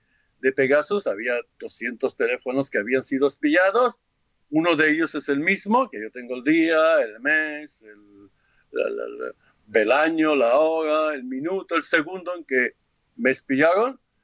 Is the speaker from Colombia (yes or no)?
no; Morocco; Spanish is a second language; yo, para mí, como de marroquí, yo digo la diplomacia marroquí, chapó.